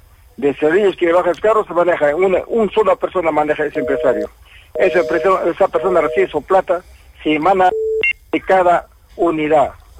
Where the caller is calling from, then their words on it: Arequipa, Peru; Yo soy un poblador, ¿no? Yo soy acá de Ciudad Municipal.